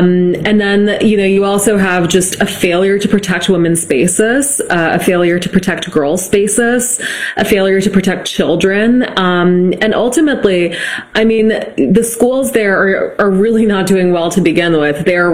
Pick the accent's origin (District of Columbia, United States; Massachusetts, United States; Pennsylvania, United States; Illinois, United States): Massachusetts, United States; I mean, I'm from Massachusetts, which actually does have very good scho